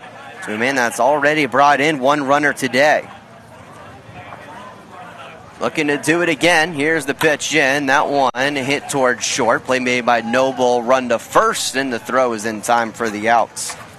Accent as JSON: {"language": "English", "town": "Cincinnati", "region": "Ohio", "country": "United States", "tie": "born or raised there", "moved": "yes", "said": "my hometown of Cincinnati, Ohio."}